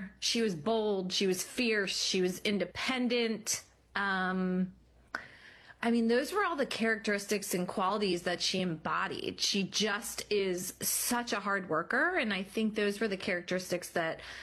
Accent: Pennsylvania, United States; I am from the suburbs of Philadelphia.

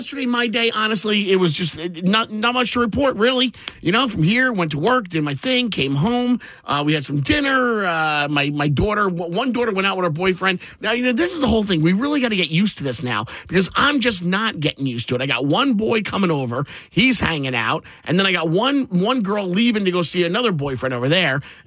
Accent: New Jersey, United States; born there; I was born in St. Barnabas. That's where I was born.

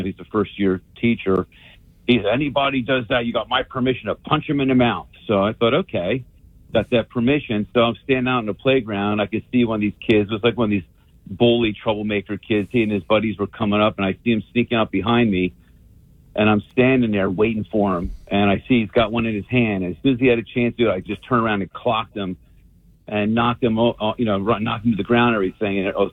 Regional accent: Ewing, New Jersey, United States; moved away as an adult; now in Richmond, Pennsylvania, United States; because I live on the other side of the creek here, I was raised in Ewing, but I was on, you know, I'm over here in Pennsylvania.

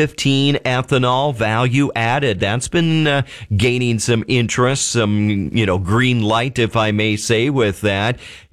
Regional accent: Kerkhoven, Minnesota, United States; my hometown area, Murdoch, Kirkhoven

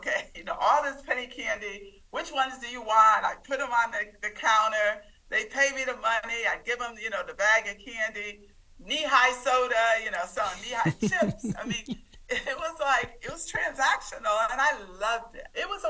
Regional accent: Indiantown, Florida, United States; We lived in Booker Park. Okay, Indiantown growing up was segregated. I mean, it became integrated, but when I was growing up, it was still segregated. Railroad track, black people lived on one side, white people lived on the other.

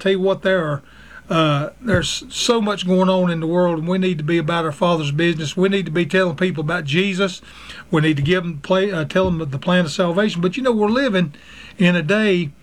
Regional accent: the South, United States; I'm glad today that I was brought up in the South where I could say mom and daddy

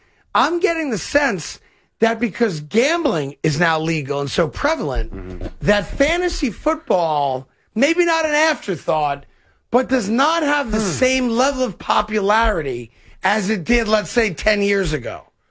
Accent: United States; because I'm an American

